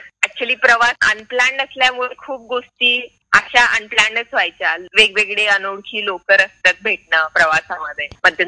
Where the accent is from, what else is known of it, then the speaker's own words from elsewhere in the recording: Yavatmal, Maharashtra, India; माझा जिल्हा यवतमाळ येतो पण मी चंद्रपूरला तिकडे शिकायला गेले